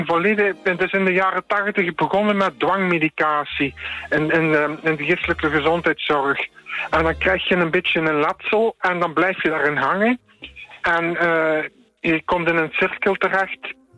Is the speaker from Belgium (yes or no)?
yes; Genk, Flanders, Belgium; born there; now in Tienen, Belgium; Ik ben in Genk geboren. En daar is een beetje ABN zo, een beetje niet echt zwaar dialect was daar spreken. En daar is ook een multiculturele samenleving tot in de 5e, 6e generatie